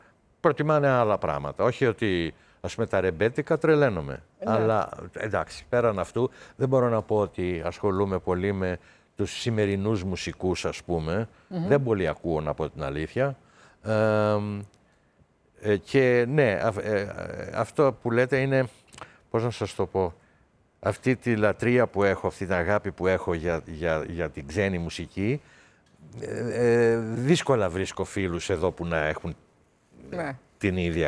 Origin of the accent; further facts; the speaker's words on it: Greece; moved away as an adult; Καταρχήν έφυγα από την Ελλάδα 18 χρονών, ναι, επί Χούντας.